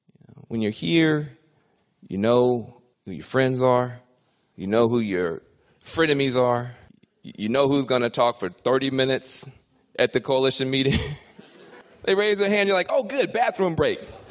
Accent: the South, United States; I grew up in the South. I can take it.

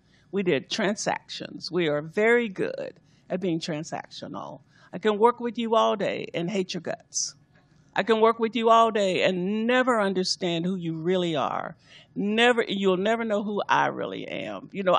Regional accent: Arkansas, United States; I grew up in Arkansas

